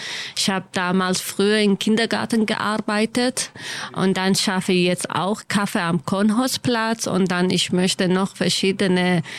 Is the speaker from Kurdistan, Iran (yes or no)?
yes; Sanandaj, Kurdistan, Iran; German is a second language; Meine Stadt heißt Sanandaj, das ist